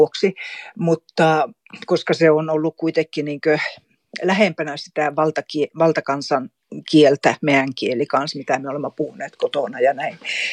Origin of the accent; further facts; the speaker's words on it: Kolari, Lapland, Finland; now in Kaunisvaara, Sweden; Mä olen Tornionlaaksosta. Mulla on juuria Suomen ja Ruotsin puolella. Itse mä olen kasunut sitten niin Suomen puolella Tornionlaaksossa Kolarissa. Ja tällä hetkellä mä asun Kaunisvaarassa.